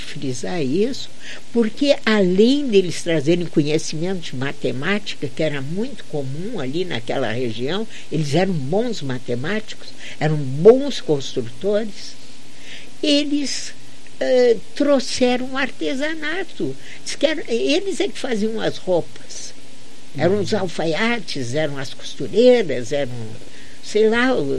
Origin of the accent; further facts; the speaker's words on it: Brazil; todos nós que somos brasileiros